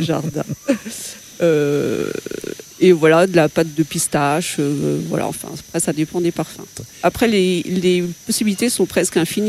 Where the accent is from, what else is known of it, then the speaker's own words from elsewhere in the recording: Normandy, France; moved away; moi je suis normande en plus d'origine.